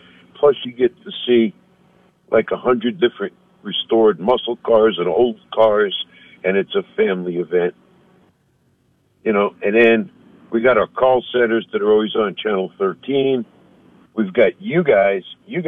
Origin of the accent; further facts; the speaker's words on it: New York City, New York, United States; now in New Mexico, United States; I came here from New York. I grew up in Brooklyn.